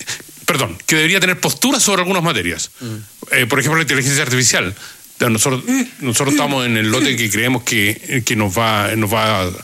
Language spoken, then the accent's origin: Spanish; Chile; Vengo de Chile, un país pequeño, ¿no?